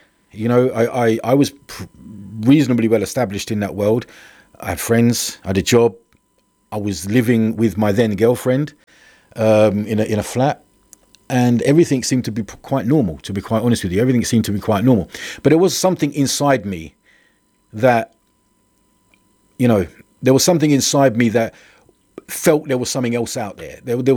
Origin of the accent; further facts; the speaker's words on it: Luton, East of England, United Kingdom; I grew up in Luton in a ordinary environment. I live on an estate marsh farm. Anyone from Luton will know that, will hear of it.